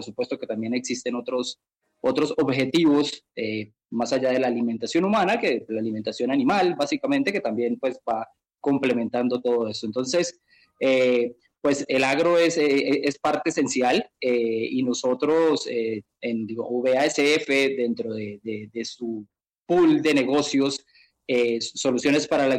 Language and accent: Spanish; Colombia; moved away as an adult; now in Mexico City, Mexico; Soy colombiano, sí. Colombiano, viviendo hace algunos años en el exterior.